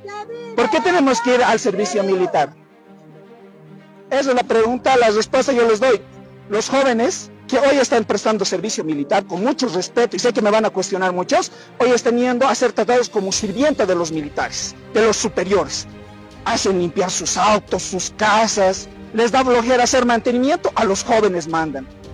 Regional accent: Bolivia

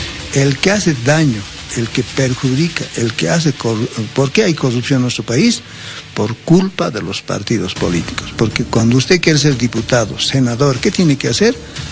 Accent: El Alto, La Paz, Bolivia; el Alto La Paz, yo soy del Alto La Paz

